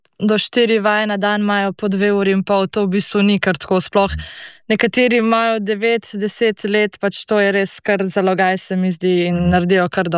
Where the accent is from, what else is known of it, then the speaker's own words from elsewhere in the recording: Nova Gorica, Gorizia, Slovenia; prihajam iz okolice pri Novi Gorici